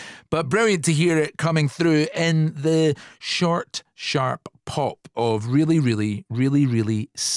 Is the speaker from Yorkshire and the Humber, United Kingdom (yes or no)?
no; Scotland, United Kingdom; I'm Scottish.